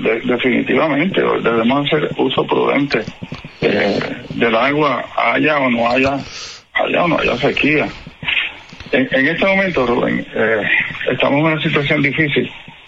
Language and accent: Spanish; Puerto Rico